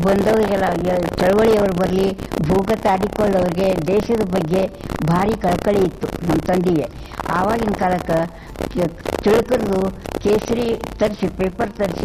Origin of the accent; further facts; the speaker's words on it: Lakkundi, Karnataka, India; born there; ನಾನು ಹುಟ್ಟಿದ್ದು 1921 ಗದಗ ತಾಲೂಕು ಲಕ್ಕುಂಡಿಯಲ್ಲಿ.